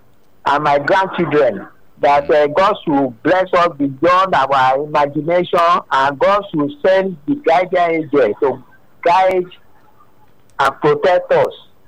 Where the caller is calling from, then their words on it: Lagos, Nigeria; I'm calling from Ilupeju.